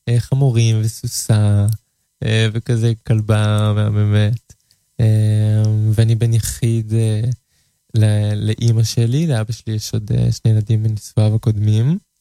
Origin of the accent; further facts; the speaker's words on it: Kfar Azar, Tel Aviv District, Israel; גדלתי בכפר עזר.